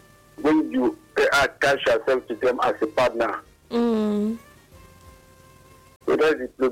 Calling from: Calabar, Cross River, Nigeria; from Calabar South.

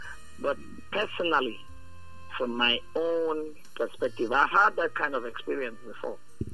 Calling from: Calabar, Cross River, Nigeria; I'm calling from Calabar.

